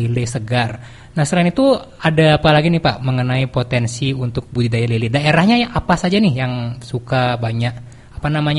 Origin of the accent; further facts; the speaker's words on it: Bali, Indonesia; kita kan orang Bali nih